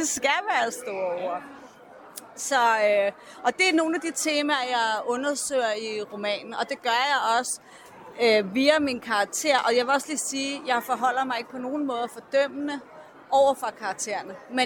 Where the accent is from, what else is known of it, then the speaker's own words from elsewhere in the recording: Copenhagen, Capital Region of Denmark, Denmark; Det er jeg. Er fra Vesterbro.